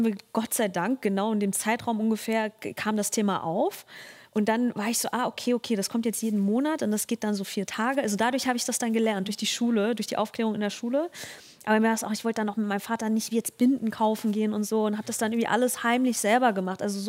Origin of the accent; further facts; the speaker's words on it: Germany; Also am Ende bin ich halt schon in Deutschland groß geworden. Das ist halt einfach so hier mein Land irgendwo.